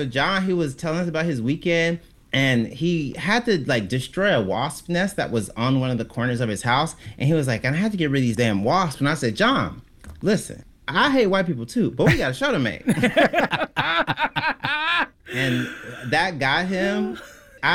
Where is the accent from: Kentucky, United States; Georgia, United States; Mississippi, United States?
Mississippi, United States; I'm from Mississippi. My family has roots in Tallulah, Louisiana, which is like right across the Mississippi River from Vicksburg.